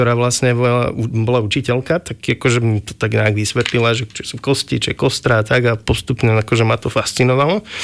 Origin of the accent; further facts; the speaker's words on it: Martin, Žilina Region, Slovakia; moved away as an adult; now in Trnava, Slovakia; Som rodinný Martinčan, takže tu na Trnave som tak trošku ďaleko od domova. Vyrastol som teda v Martine, v krásnom meste medzi horami. V podstate som tam sa aj vrátil po vysokej škole na chvíľu.